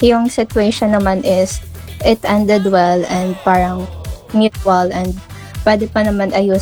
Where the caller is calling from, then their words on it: San Pablo, Calabarzon, Philippines; Taga San Pablo po.